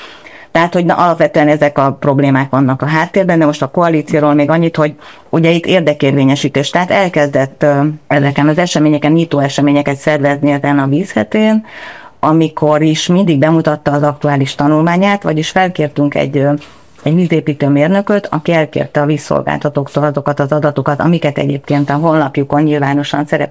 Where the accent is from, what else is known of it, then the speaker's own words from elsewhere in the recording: Hungary; mert ugye magyarok vagyunk